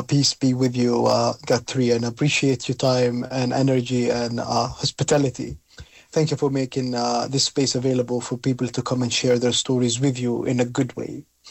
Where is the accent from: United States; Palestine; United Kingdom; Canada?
Palestine; When I tell people I'm from Palestine